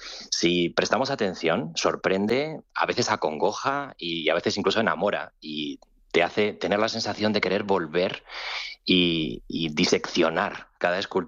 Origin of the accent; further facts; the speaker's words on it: Toledo, Castilla-La Mancha, Spain; moved away as an adult; now in Madrid, Spain; yo soy de corazón compartido entre Toledo y Madrid. Yo nací en Toledo, estuve 20 años en Toledo y luego ya me vine a Madrid. Llevo más de 20 años en Madrid, ya los oyentes se pueden imaginar más o menos mi edad.